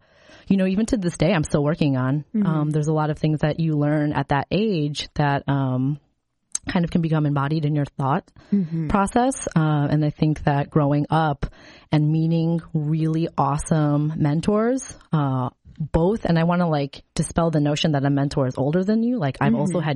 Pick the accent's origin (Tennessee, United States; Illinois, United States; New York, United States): Illinois, United States; Chicago; also born or lived in Indiana; we had moved from the city. Like I grew up in Chicago and we had moved to a rural, a very rural town in Indiana.